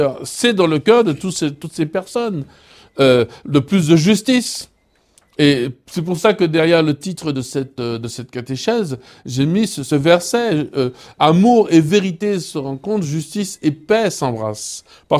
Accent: Antilles, France; « faut pas faire mal élevé », comme on dit chez nous aux Antilles

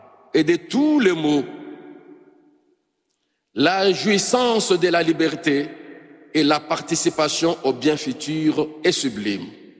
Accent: DR Congo; chez nous en République démocratique du Congo, dont je suis originaire.

